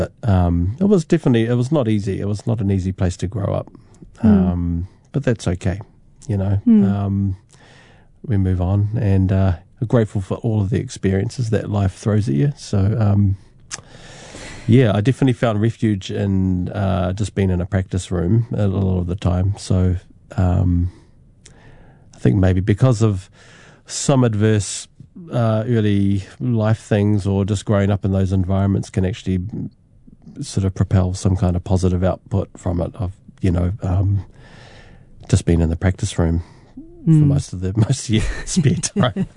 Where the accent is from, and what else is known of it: Dunedin, Otago, New Zealand; born or raised there; moved away as an adult; also born or lived in Wellington